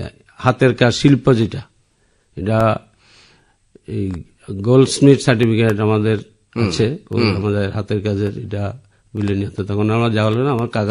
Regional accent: Muripur, Tripura, India; born there; now in Belonia, India; আমার জন্ম হয়েছে মুড়িপুর, ঠিক আরব যেটাকে বলে দক্ষিণ মুড়িপুর

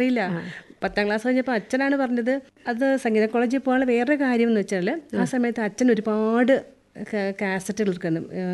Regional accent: Kozhikode district, Kerala, India; moved away as an adult; now in Idukki, India; ഞാൻ പഠിച്ചത് വളർന്നില്ല കോഴിക്കോട് ജില്ലയിൽ.

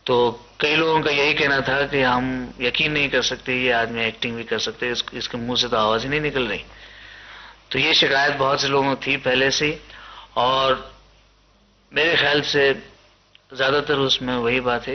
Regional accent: Surat, Gujarat, India; मैं सूरत का रहने वाला हूँ, गुजरात का।

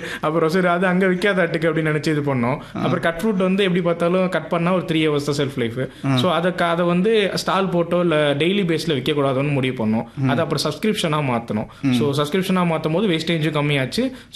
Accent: Pulivalam, Tamil Nadu, India; அதுதான் எங்களோட சொந்த ஊர். அங்கே இருக்க கவர்மெண்ட் ஸ்கூலில் தான் எல்லாருமே படித்தோம்.

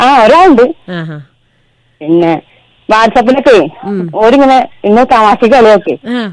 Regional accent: Vandoor, Kerala, India; now in Mankada, India

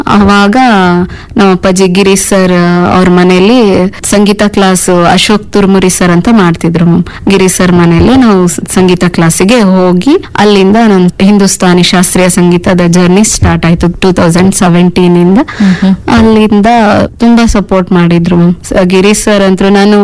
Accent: Karnataka, India; also born or lived in Harapanahalli; ಅದಾದ್ಮೇಲೆ ನಮ್ಮೂರಿಂದ 1-2 ಕಿಲೋಮೀಟರ್ ದೂರ ಸಾಸಿವೆಯಲ್ಲಿ ಅಂತ, ಅಲ್ಲಿ ನನ್ನ ಹೈಸ್ಕೂಲ್ ಎಜುಕೇಶನ್ ಅಲ್ಲೇ ಮ್ಯಾಮ್ 8th, 9th, 10th ಅಲ್ಲಿ ಓದಿದ್ದು. ಅಲ್ಲಿಂದ ಪಿ ಯು ಸಿ ಹರಪನಹಳ್ಳಿ.

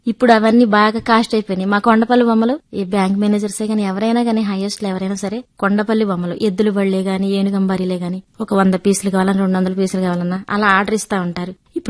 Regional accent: Kondapalli, Andhra Pradesh, India

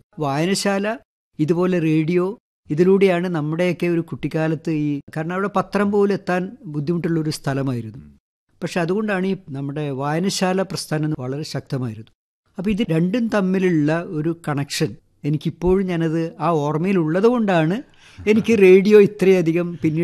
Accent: a village in Kannur district, Kerala, India; ഞാൻ ജനിച്ചു വളർന്നത് കണ്ണൂർ ജില്ലയിലെ ഒരു കുഗ്രാമത്തിലാണ്.

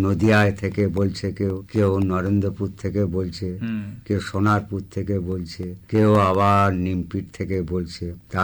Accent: Pranballavpur, West Bengal, India

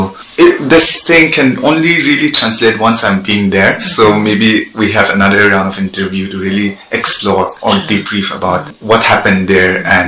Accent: Wokha district, Nagaland, India; also born or lived in Kohima; coming from a small community like us from the northeastern region of India, Nagaland, and then when you narrow it down to my perspective, I'm from Woka district.

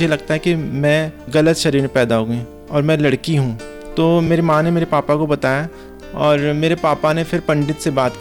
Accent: Chandigarh, India; also born or lived in Devprayag, Pauri Garhwal, Uttarakhand; चंडीगढ़ में ही रह रही हूँ, और मेरी जो सारी एजुकेशन है वो चंडीगढ़ में ही हुई है, और मेरा जो पालन पोषण है पंजाब यूनिवर्सिटी के कैंपस में ही हुआ है।

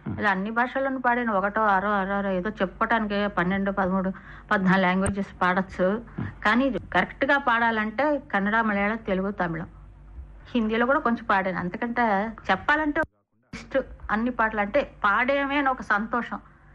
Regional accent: South India, India; born there; నేను సౌత్ ఇండియాలో పుట్టాను

